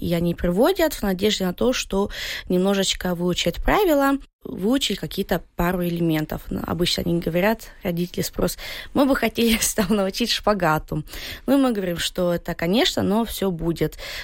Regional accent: Berlin, Germany; also born or lived in Russia; Я родилась в России, и мне где-то было 8 месяцев. Мы приехали в Берлин жить. Так что я выросла, и на самом деле немка.

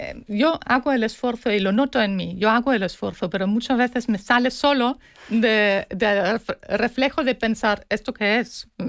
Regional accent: Germany; Spanish is a second language; moved away; also born or lived in Spain; Es mi reflejo alemán de escuchar las cosas tal como son.

